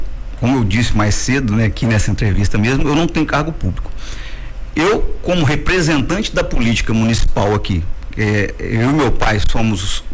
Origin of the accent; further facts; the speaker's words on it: Muriaé, Minas Gerais, Brazil; Sou uma pessoa nascida e criada em Muriaé